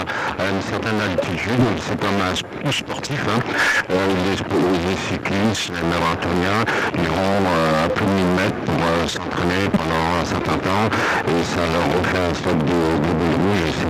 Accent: Occitanie, France; Moi, je suis de Gers.

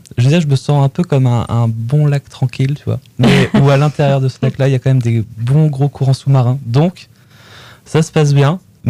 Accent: Normandy, France; j'ai grandi à la campagne, je viens de Normandie et je suis né dans un petit village de 200 habitants. Et donc, qui plus est que je viens d'une famille où il y a eu beaucoup de paysans dedans

